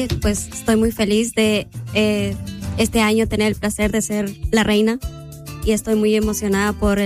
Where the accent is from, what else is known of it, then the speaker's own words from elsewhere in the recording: Quiché, Guatemala; first language K'iche'; Spanish is a second language; moved away; Yo soy de Guatemala